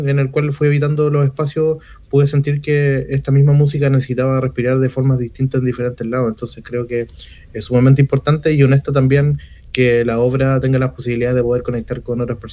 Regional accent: La Unión, Los Ríos, Chile; Futrono, Lago Ranco, Río Bueno y La Unión, que es la capital provincial de este espacio. Es mi lugar en donde yo nací, donde obviamente me formé como ciudadano, como persona

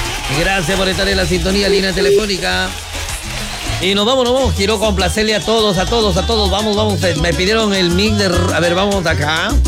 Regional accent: Romeral, Maule, Chile; y nosotros somos de Romeral, por supuesto, ahí le vamos a tocar.

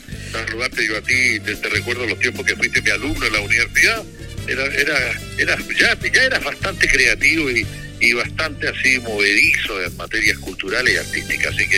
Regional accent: Iquique, Tarapacá, Chile; born there; Yo soy un pobre profesor y periodista que nací el año 45 en Iquique. Yo ya tengo 80 años, voy para 81.

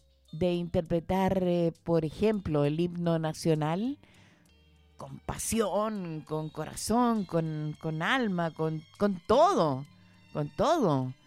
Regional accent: San Fernando, O'Higgins, Chile; also born or lived in Santa Cruz; yo nací en Santa Cruz y fui criada en San Fernando desde los 5 años

